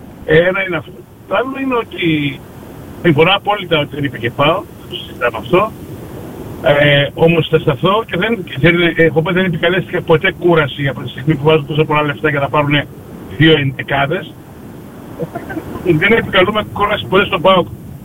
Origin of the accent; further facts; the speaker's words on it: Polichni, Central Macedonia, Greece; Είμαι από την Πολύχνη και χάρηκα πολύ την Καλαμάτα, γιατί πάω και δεν είδα.